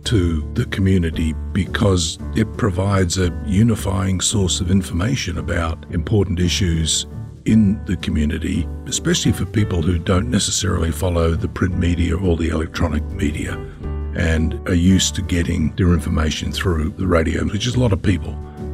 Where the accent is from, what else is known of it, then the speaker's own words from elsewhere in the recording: Bloomington, Indiana, United States; from Bloomington, Indiana.